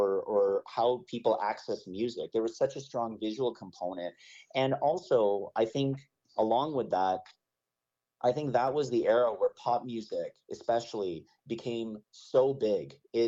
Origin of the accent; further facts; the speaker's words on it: Vancouver, British Columbia, Canada; moved away as an adult; now in Toronto, Canada; I was born and raised in Vancouver, actually.